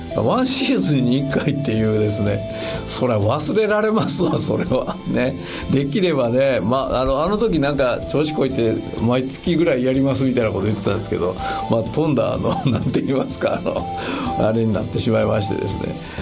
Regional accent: Kansai, Japan; accent: Kansai; この関西弁で喋ってたらあれなんですけど

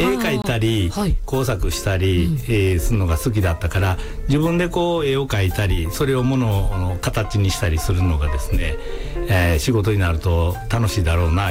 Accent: Osaka, Japan; born there; 僕大阪で生まれてるんですけれども、はい、両親が淡路島の海辺の出身なんですね。

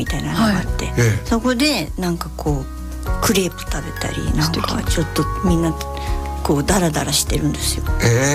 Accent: Kanagawa, Japan; なんか長いっていうか、神奈川生まれなんですけど、普通にやっぱ学校帰りとか川越えて、渋谷とかにいたから

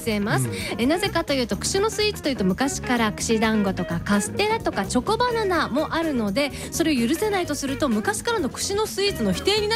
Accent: Osaka, Japan; 大阪出身です。

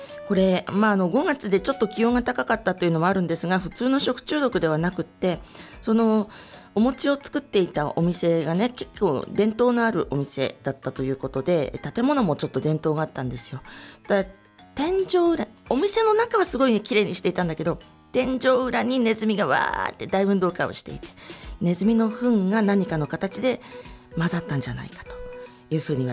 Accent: Hamamatsu, Shizuoka, Japan; born there; 浜松北高校の前身、私の出身校でもあります。

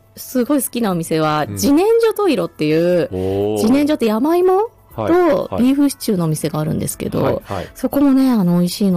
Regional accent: Tokyo, Japan; 私東京なんですけど

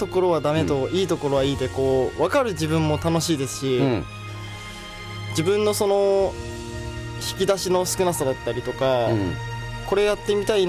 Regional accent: Okayama, Japan; 年齢は26歳、岡山出身です。

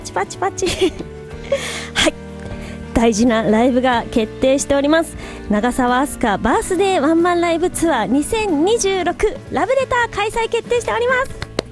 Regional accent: Niigata, Japan; 私の地元新潟公演、長岡の音楽食堂にて夜公演が決まっております

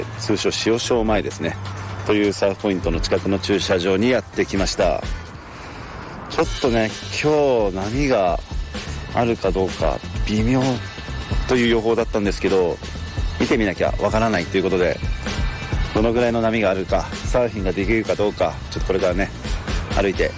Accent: Kanagawa, Japan; ジープラングラーに乗ってやってきたのは、まあ、僕のね、地元湘南エリアになります。

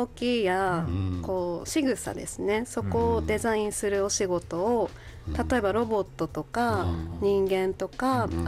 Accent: Sendai, Miyagi, Japan; もともと私は仙台出身でして

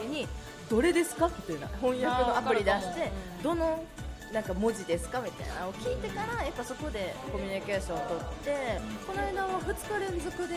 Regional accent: Kyoto, Japan; now in Osaka, Japan; 京都出身なんですって言ったら

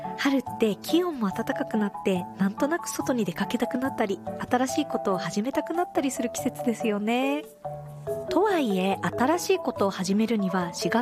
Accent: Gunma, Japan; 地元群馬県には桜の名所がたくさんあるのですが

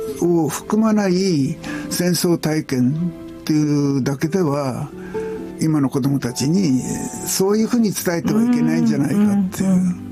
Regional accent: Yamagata, Japan; 僕は小さい時に山形県で育ったんですが

